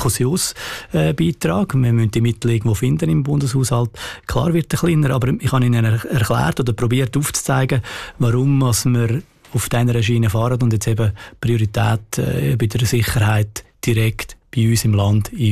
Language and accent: German; Glarus, Switzerland; gerade auch in meinem Heimatkanton, in Glaris